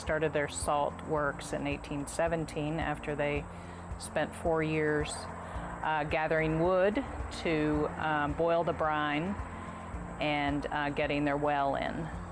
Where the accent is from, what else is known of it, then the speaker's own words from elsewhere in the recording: Charleston, West Virginia, United States; moved away; I grew up here in Charleston.